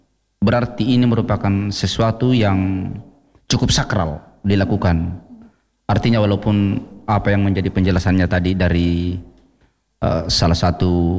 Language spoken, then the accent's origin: Indonesian; West Sulawesi, Indonesia; tokoh pemuda yang ada di desa kami, di desa Sumare.